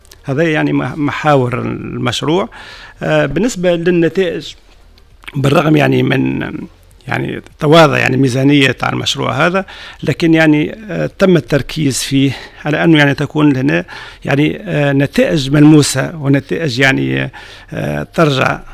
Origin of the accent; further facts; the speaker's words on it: Tunisia; عنا احنا 1,800,000 تونسي بالخارج